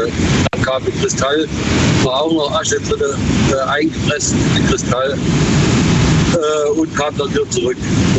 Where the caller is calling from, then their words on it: Fellbach, Baden-Württemberg, Germany; Hier, Fellbach.